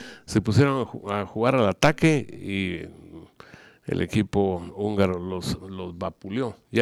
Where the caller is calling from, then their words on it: Guatemala City, Guatemala Department, Guatemala; Buenas tardes … de Zona 12, Ciudad de Guatemala.